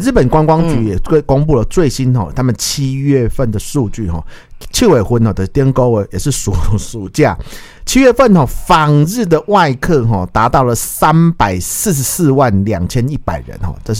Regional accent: Taiwan; 我们台湾人340万中台湾人占了多少

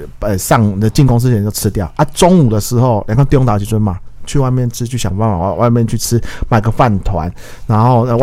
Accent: Taiwan; 我们台湾人啊来然后去办公桌吃早餐

